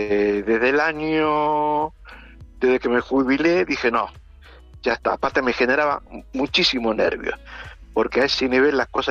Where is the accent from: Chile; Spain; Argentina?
Argentina; Y me dice, ¿de dónde eres? De Argentina. Bueno, pero hay muchos argentinos en el ejército israelí. No, soy argentino y turista.